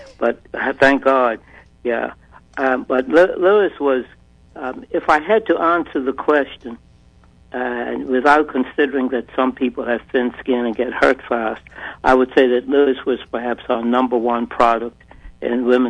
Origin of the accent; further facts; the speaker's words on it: Bermuda; But it was a tremendous time to be growing up. I'd like to see the sport return to Bermuda because our women are natural in them.